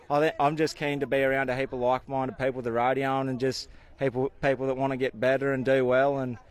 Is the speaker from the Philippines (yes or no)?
no; Inverell, New South Wales, Australia; now in Clarendon, United States; I'm from Inverell, New South Wales. So I'm on my way to Clarendon, Texas on the 16th of August to a college over there to study welding and go riding saddle broncs.